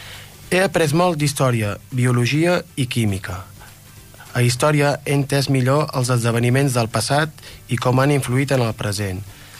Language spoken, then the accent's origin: Catalan; Vic, Catalonia, Spain; soc de Vic i soc alumne de GES al centre CFA Martí i Pol de Manlleu.